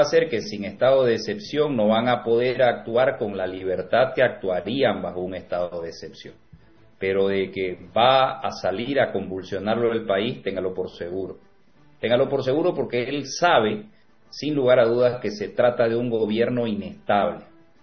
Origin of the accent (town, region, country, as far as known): Bolivia